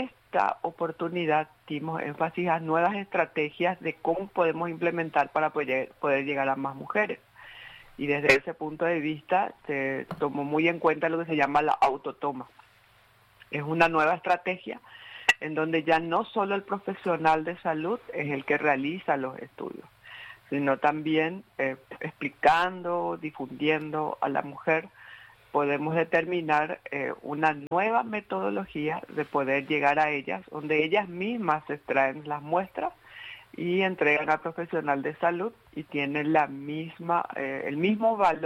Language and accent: Spanish; Paraguay